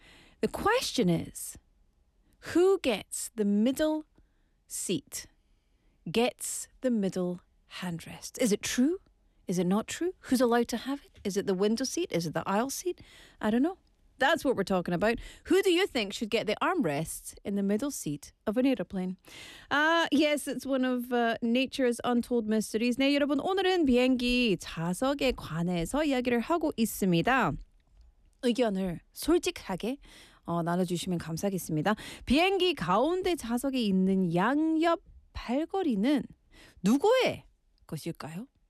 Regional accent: Scotland, United Kingdom; accent: Scottish; Luckily, I don't know if they understand my Scottish accent.

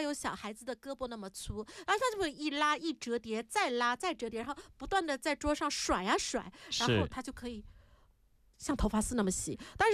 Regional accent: Shanghai, China; moved away; 在中国除了上海我的家乡面之外呢

